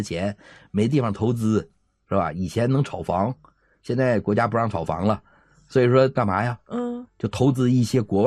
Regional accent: China; 喝什么酒才适合我们中国人的胃

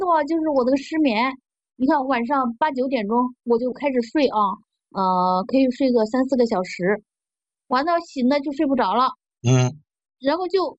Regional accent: Chengdu, Sichuan, China; 我家是四川的，

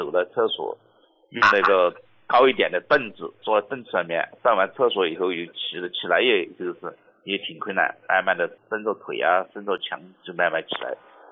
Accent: Nantong, Jiangsu, China; 我来自江苏南通的。

